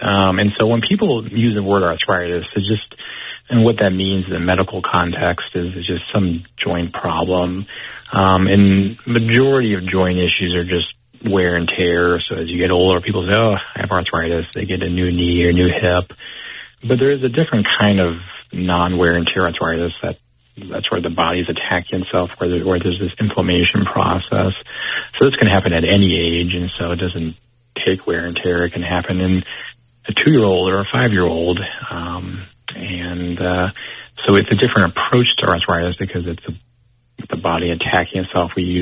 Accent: Sheboygan, Wisconsin, United States; So, my roots, I'm from Sheboygan, so this is, you know, home in northeast Wisconsin.

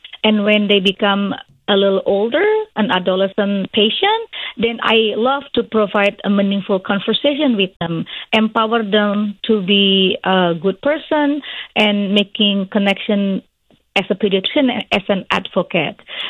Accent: Indonesia; now in Appleton, United States; I am originally from Indonesia, but I have been here for a long time. It's just my accent stays

